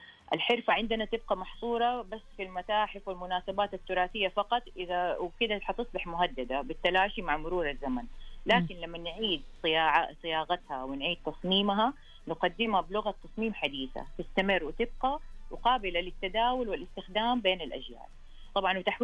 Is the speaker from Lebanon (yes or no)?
no; Hejaz, Saudi Arabia; عندنا في الحجاز